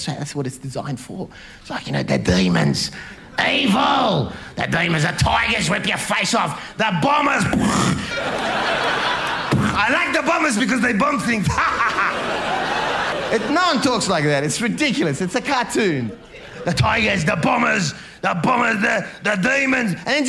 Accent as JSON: {"language": "English", "town": "Sydney", "region": "New South Wales", "country": "Australia", "said": "So now when I'm asked, I say, well, you know, I'm from Sydney, so I go for the Swans, you know."}